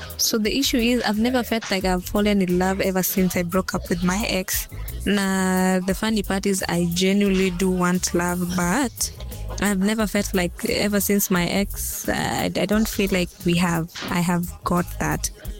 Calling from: Rongai, Kajiado County, Kenya; I'm 20 years and I'm from Rongai.

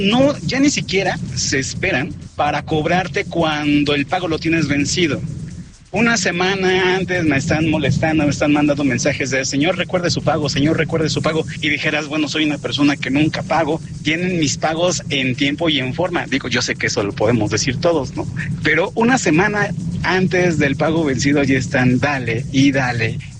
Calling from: State of Mexico, Mexico; de Tierras de Mordor, en el Estado de México.

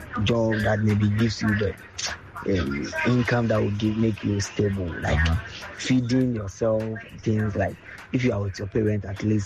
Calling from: Achimota, Greater Accra, Ghana; I'm speaking from Achimota.

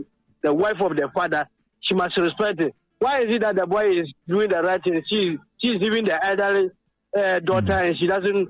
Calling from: Teshie-Nungua, Greater Accra, Ghana; I'm calling from Teshinungwa.

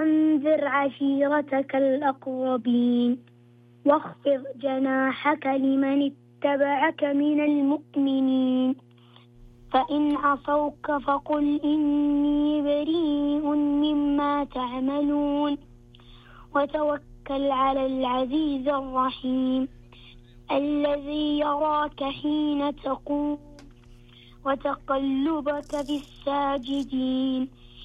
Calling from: Abha, Asir, Saudi Arabia

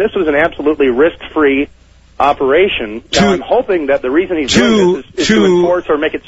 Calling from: Salt Lake City, Utah, United States; I'm calling from Salt Lake, where your Chupacabra affiliate just was.

